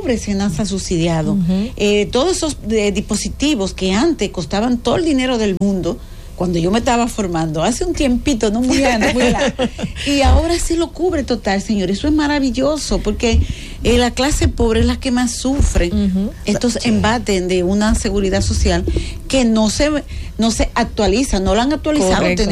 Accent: Dominican Republic; Digo, no, porque nosotros en mi país no lo usamos hace ya un tiempo. Y entonces él me dice, ¿de dónde es usted? Digo yo, de Dominican Republic, República Dominicana.

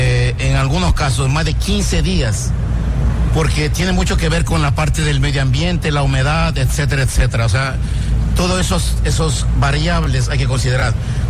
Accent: Ecuador; moved away as an adult; now in Dominican Republic

